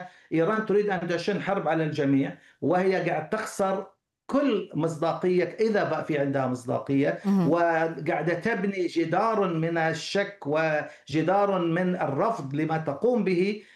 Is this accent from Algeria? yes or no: no; Kuwait; يعني قصفت القواعد في المنطقة خاصة عندنا في الكويت 50 مرة منذ بداية الحرب.